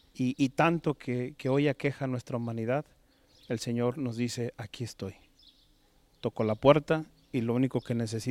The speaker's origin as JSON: {"language": "Spanish", "town": "León", "region": "Guanajuato", "country": "Mexico", "tie": "born or raised there", "also_born_or_lived": "Lagos de Moreno", "said": "pero por azares del destino yo nací allá, crecí en León, Guanajuato, y ya más adelante nos trasladamos a vivir toda la familia a Lagos de Moreno"}